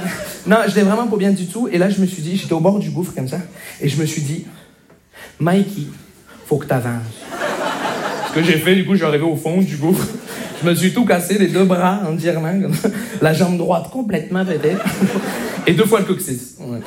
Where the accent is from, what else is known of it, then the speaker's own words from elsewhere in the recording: Montreal, Quebec, Canada; Bonjour, je me présente … je viens de Montréal.